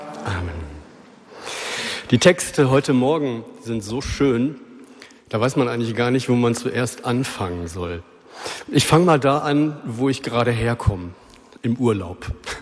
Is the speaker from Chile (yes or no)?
no; Netherlands; ich bin Niederländer.